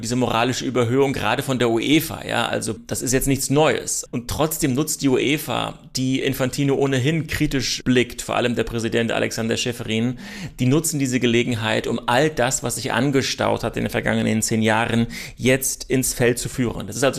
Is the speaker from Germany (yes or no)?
yes; Germany; Wir kommen aus Europa, Sie kommen aus der Schweiz, Demokratie in der DNA, ich komme aus Deutschland.